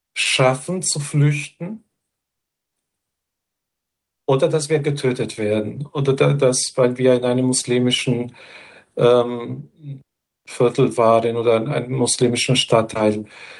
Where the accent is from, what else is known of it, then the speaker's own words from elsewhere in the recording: Bosnia & Herzegovina; Ich bin, glaube ich, Mestina so mit 5 oder 6 geworden. Und wenn ich mich an Bosnien, an meine Kindheit bis zu mei